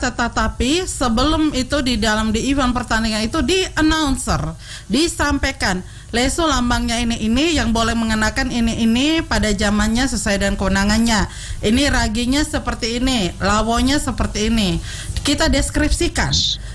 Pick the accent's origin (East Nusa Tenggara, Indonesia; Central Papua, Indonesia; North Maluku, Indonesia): East Nusa Tenggara, Indonesia; Ende; kami orang ND